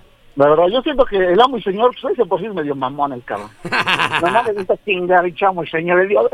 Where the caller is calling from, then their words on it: Mexico; soy mexicano